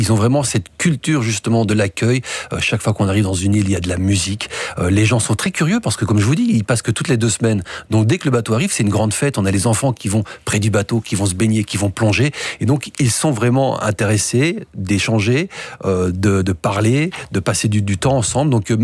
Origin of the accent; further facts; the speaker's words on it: Belgium; Et puis, ils me demandent quels sont les fruits qu'on retrouve chez nous en Belgique.